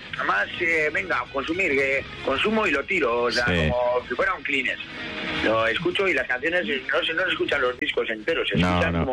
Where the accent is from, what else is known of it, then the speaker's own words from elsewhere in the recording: Guernica, Basque Country, Spain; Yo no soy natural de Vergara tampoco, soy de Guernica, aquí un pueblo de Vizcaya.